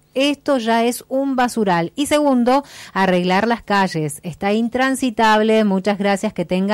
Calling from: General Roca, Río Negro, Argentina; Vengo desde General Roca a trabajar a Neuquén y hoy creo que rompí una llanta con uno de los pozos que hay en la entrada del puente 83.

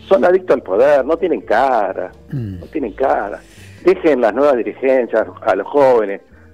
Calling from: Río Negro, Argentina; yo te estoy llamando de Río Negro

